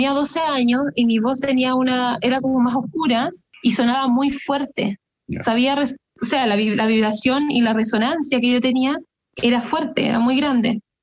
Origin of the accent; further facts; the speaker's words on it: Coquimbo, Chile; moved away; Y algo que también tengo muy pendiente es poder cantar en mi región, que es Coquimbo